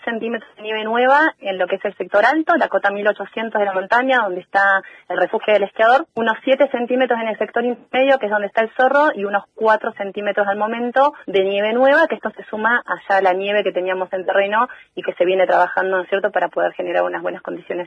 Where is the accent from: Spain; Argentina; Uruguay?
Argentina; Esquel, Chubut; para los que somos de Esquel es una noticia que realmente nos pone muy contentas